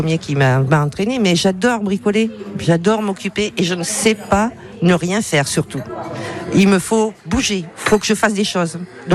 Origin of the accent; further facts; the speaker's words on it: Sauveterre-de-Guyenne, Nouvelle-Aquitaine, France; moved away as an adult; Donc j'ai grandi à Sauveterre, et après, je suis partie ailleurs, mais je suis revenue.